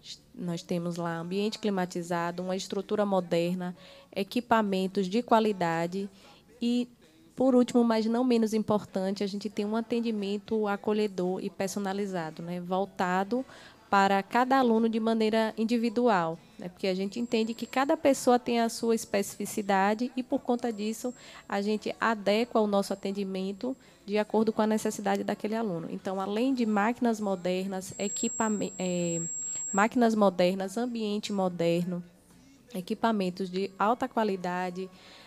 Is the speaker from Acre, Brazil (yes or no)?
no; Senhor do Bonfim, Bahia, Brazil; now in Conceição do Jacuípe, Brazil; Não sou daqui, eu sou de Senhor do Bonfim. Na verdade, Conceição de Jacuípe me acolheu muito bem, eu tenho um carinho enorme para essa cidade, já estou me sentindo uma cidadã com jacuipense